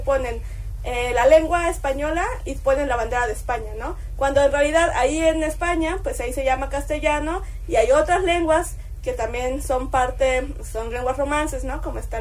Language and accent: Spanish; Mexico City, Mexico; yo nací y crecí en Ciudad de México